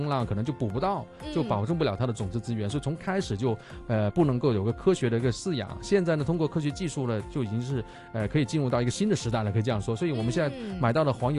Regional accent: Guangzhou, Guangdong, China; 就我们广州人叫肉蟹

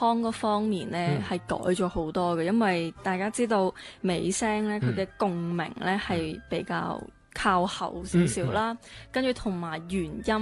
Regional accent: Macau; 咁我都系澳门人，

